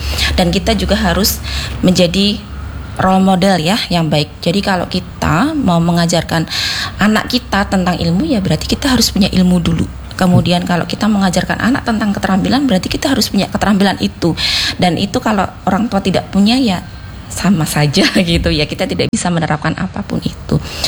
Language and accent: Indonesian; Java, Indonesia; karena dulu saya dari Jawa ya, mohon maaf gitu